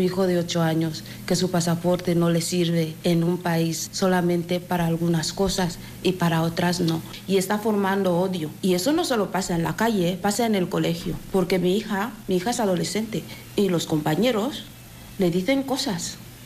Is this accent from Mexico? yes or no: no; Equatorial Guinea; moved away as an adult; now in Ejea de los Caballeros, Spain; Vinimos de Guinea de una forma súper inesperada.